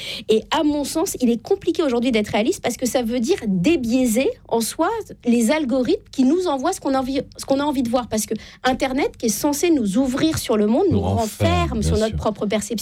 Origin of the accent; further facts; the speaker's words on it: Normandy, France; je viens de la Normandie.